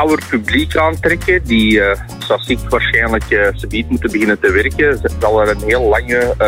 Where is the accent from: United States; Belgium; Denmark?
Belgium; En ik denk wij als Belgen dat we ons niet gaan laten doen.